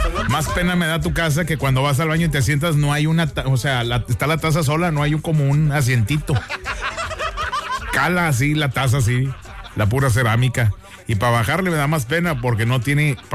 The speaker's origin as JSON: {"language": "Spanish", "country": "Mexico"}